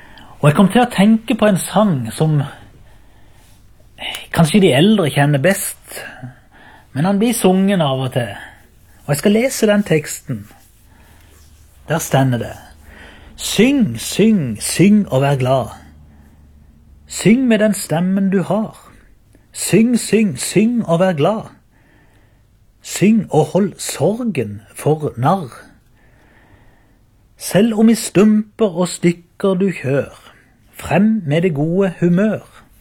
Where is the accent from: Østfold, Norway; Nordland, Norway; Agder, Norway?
Agder, Norway; Byremo